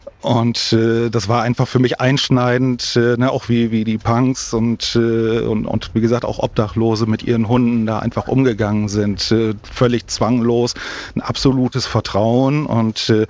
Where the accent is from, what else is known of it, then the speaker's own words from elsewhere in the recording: Osnabrück, Lower Saxony, Germany; ich bin ja gebürtiger Osnabrücker